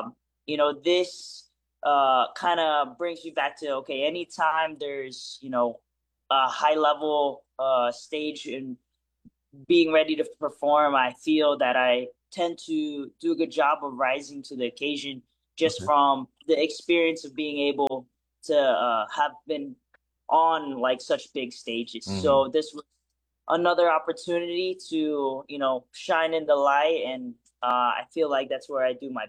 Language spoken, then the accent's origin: English; Philippines; being able to represents my home country, mm-hmm. and then in such a amazing fashion, and just getting to experience all that, the pride that the Philippines country also has for their athletes